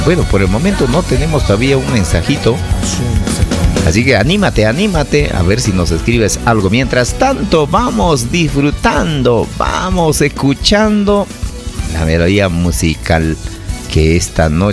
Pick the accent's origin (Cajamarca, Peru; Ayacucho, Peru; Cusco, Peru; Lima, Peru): Ayacucho, Peru; now in Huanta, Peru; yo soy un poco extraño aquí, yo soy de Huamanga